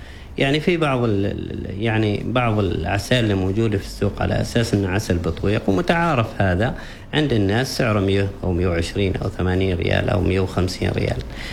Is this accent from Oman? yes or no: yes; Oman; عندنا في عمان